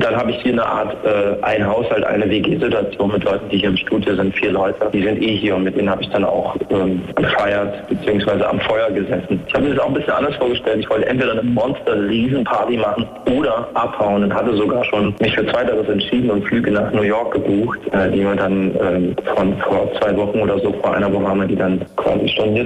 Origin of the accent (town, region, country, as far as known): Erfurt, Thuringia, Germany; born or raised there